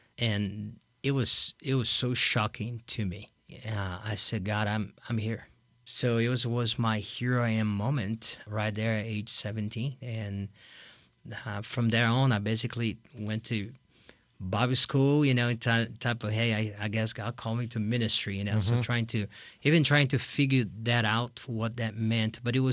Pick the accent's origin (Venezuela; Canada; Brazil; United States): Brazil; Well, I grew up in Brazil. As a Brazilian, you hear about Christ, you have the big Christ in Rio